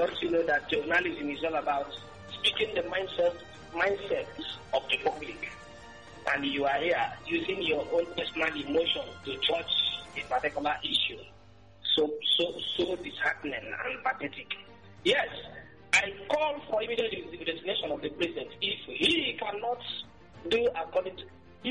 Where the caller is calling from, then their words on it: Aba, Abia, Nigeria; I am engineer … I'm coming from Abba.